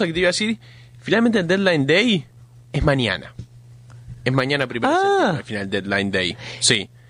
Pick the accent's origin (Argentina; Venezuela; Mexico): Argentina; Y aparte, nosotros como argentinos no nos sirve.